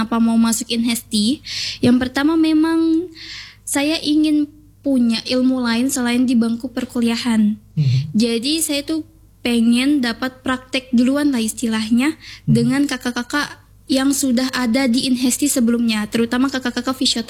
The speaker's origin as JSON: {"language": "Indonesian", "town": "Samarinda", "region": "East Kalimantan", "country": "Indonesia", "tie": "born or raised there", "said": "Kalau saya bukan domisili Makassar, saya orang Samarinda."}